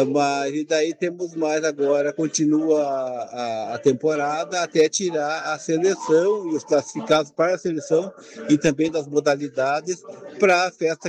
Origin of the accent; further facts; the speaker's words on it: Rio Grande do Sul, Brazil; moved away; Eu que sou nascido aqui no Pinheirinho e hoje, 50 e poucos anos